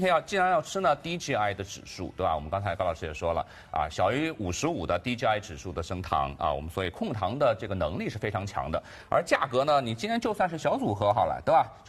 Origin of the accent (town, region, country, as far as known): Shanghai, China